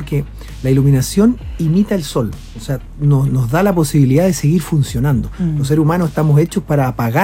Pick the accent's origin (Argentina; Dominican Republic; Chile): Chile